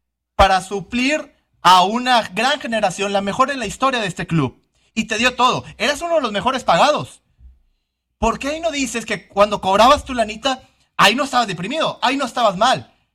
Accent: Monterrey, Nuevo León, Mexico; Porque yo orgullosamente soy regiomontano y mexicano y amo nuestra plaza

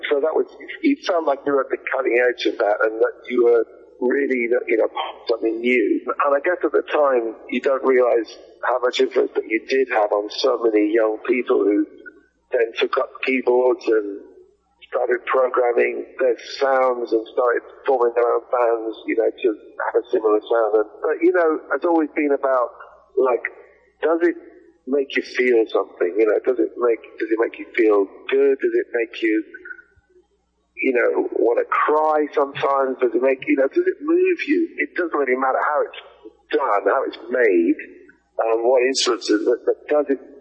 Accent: England, United Kingdom; born there; also born or lived in Canada; Well, you know, I was born in England. My parents were Welsh, but I was born in England, and we travelled a lot. We moved a lot. We moved 18 times.

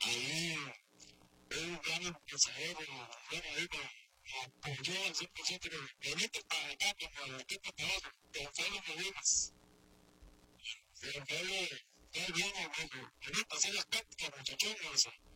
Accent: Barranca, Puntarenas, Costa Rica; soy nacido en Barranca, Punta Arenas. Mi primaria fue en la escuela Augusto Pedernal Chicoya, que queda aquí en el centro de Barranca, Punta Arenas.

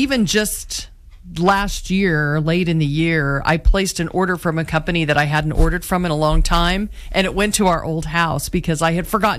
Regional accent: Clay Center, Kansas, United States; moved away as an adult; also born or lived in Newton, Kansas / Peabody, Kansas / Manhattan, Kansas; Moved to Clay Center, was in the same house my entire school career, you know, until I was 18.

